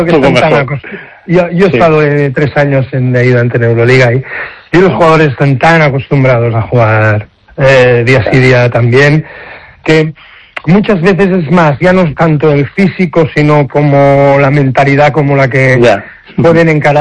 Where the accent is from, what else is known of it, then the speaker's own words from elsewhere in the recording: Badalona, Catalonia, Spain; Soy de Badalona, pero también soy del Barça de fútbol, entonces, bueno, ahí y he estado en el Barça. O sea que, pero soy de Badalona, eso no me lo quita nadie.